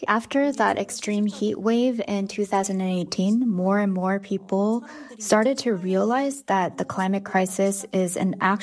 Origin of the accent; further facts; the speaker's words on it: Seoul, South Korea; English is a second language; I was born and raised in Seoul, which is a very densely populated city.